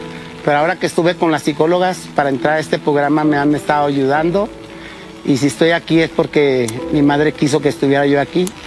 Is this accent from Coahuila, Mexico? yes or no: yes; Torreón, Coahuila, Mexico; todos los que me están viendo de mi tierra, bueno, de Torreón, saben mi pasado.